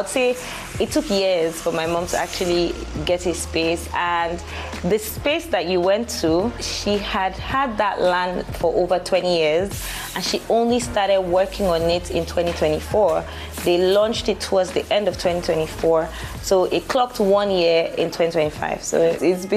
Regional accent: Nigeria; being a Nigerian

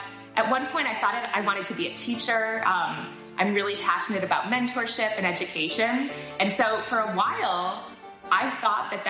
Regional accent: Connecticut, United States; I'm from a small town in Connecticut, actually. I grew up on a farm.

